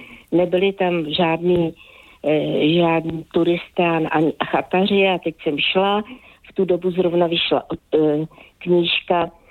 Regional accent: Central Bohemian Region, Czechia; born there; všechny jeho knížky a zvláště ty od Berounky, ty miluju a jsem ráda, že Ota Pavel je dvorní spisovatel mého rodného kraje.

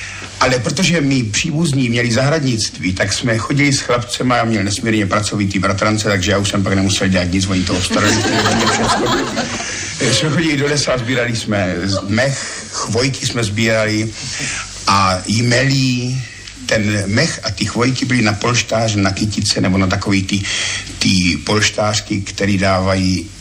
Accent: Brno, South Moravian Region, Czechia; also born or lived in Ivančice / Řícmanice; protože já do Brna pořád jezdím, mám tady rodinu, takže já jsem vlastně Brňák pořád.

